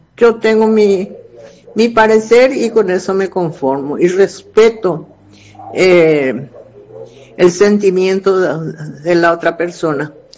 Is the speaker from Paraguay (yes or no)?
yes; Paraguay; somos paraguayos con una ideal diferente